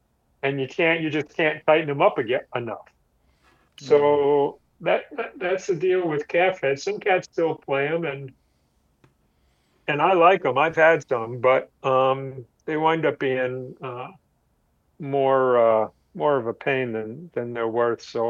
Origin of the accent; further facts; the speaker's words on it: New York, United States; I grew up in New York, and I went to junior high school 127, Castle Hill Junior High School in the Bronx